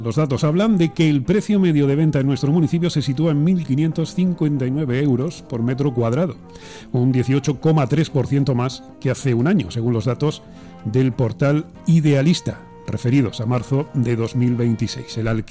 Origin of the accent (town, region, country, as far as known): Region of Murcia, Spain